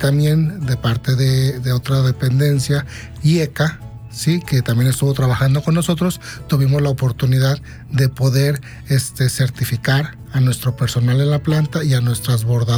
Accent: San Francisco del Rincón, Guanajuato, Mexico; yo vengo del municipio de San Francisco del Rincón, Guanajuato, donde orgullosamente somos la cuna nacional del sombrero

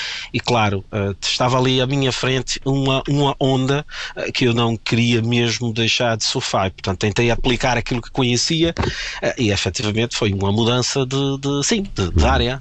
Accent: Brazil; moved away as an adult; now in Portugal; Portugal é minha casa, já é há bastante tempo. O Brasil foi o lugar onde eu nasci e me fez crescer

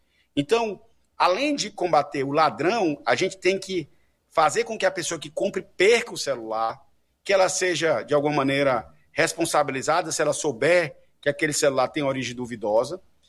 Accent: Piauí, Brazil; Por exemplo, no estado de onde vim, no Piauí, a queda foi superior a 70% dos roubos de celulares.

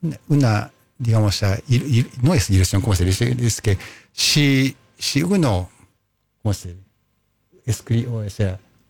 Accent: Japan

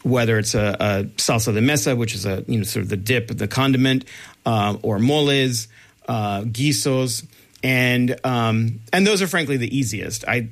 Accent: Texas, United States; born or raised there

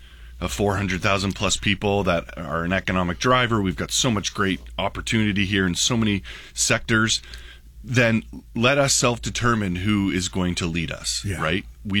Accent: Grimsby, Ontario, Canada; I was born in Grimsby, I'm going to die in Grimsby, and I'm Grimsby.

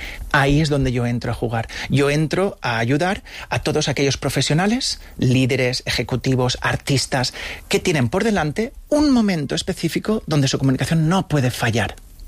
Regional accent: Spain

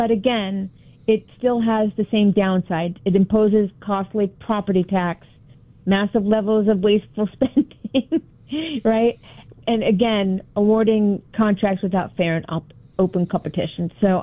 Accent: San Diego, California, United States; growing up in San Diego.

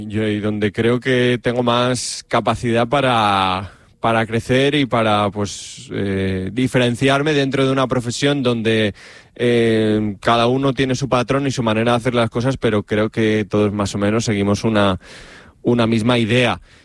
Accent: Villanueva de la Cañada, Community of Madrid, Spain; básicamente mi pueblo es lo que es, que eso, bueno, es Villanueva de la Cañada, que está pues a una media hora en coche más o menos del centro de Madrid.

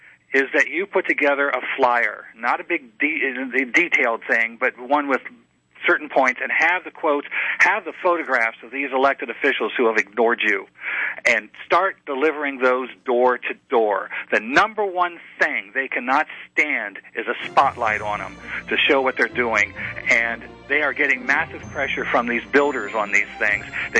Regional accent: Licking County, Ohio, United States; now in Virginia, United States; I'm originally from Ohio, and a few weeks ago I went to back to my home county, Licking County, Ohio. That is where New Albany, Ohio is

